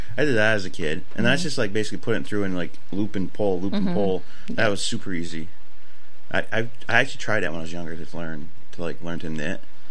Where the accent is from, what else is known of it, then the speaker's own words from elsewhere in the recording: New England, United States; We're from New England.